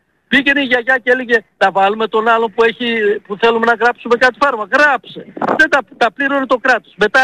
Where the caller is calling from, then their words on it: Thessaloniki, Central Macedonia, Greece; Εδώ, Θεσσαλονίκη μιλάω.